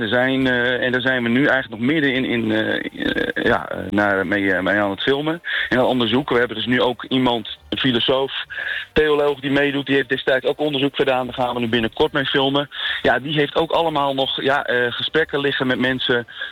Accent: Friesland, Netherlands; ik ben zelf Fries

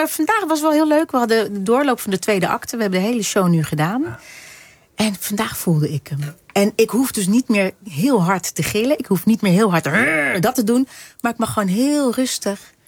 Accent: The Hague, South Holland, Netherlands; Nee, ik kom uit Den Haag en daar zat ik in het rockcircuit.

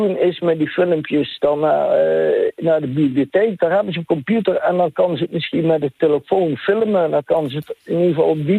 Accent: Beekendonk, North Brabant, Netherlands; Ik kom zelf uit Beekendonk, trouwens.

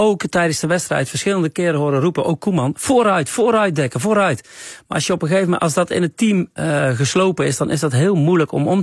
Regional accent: Netherlands; Maar nog steeds zijn wij Nederlanders.

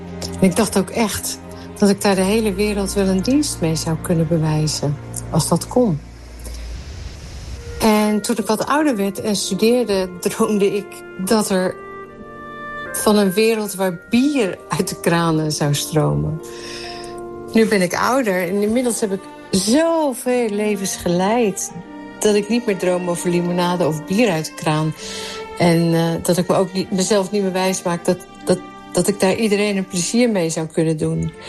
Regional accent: Rotterdam, South Holland, Netherlands; Ik ben Rotterdamse

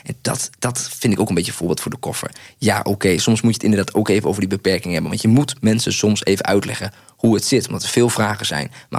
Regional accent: Groningen, Netherlands; Zo hard vond ik hem nog niet eens. Ze vonden mij juist heel direct als Groninger.

